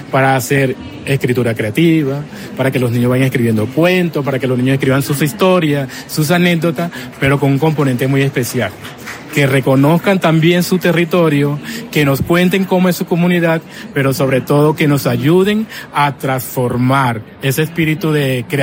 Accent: Aracataca, Magdalena, Colombia; also born or lived in La Guajira; Ese pueblo es La Guajira, aunque vengo del Magdalena, nací en Aracataca, la tierra de nuestro premio Nobel. Llegué a La Guajira precisamente para crear lo que es artes en las comunidades

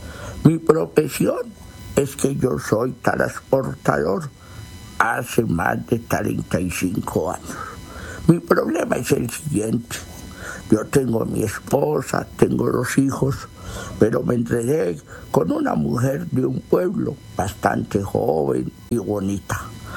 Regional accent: Guatemala; moved away; me salí de Guatemala para meterme a Guatepeor. Perdí una mujer buena, perdí un hogar, mis hijos no me han perdonado.

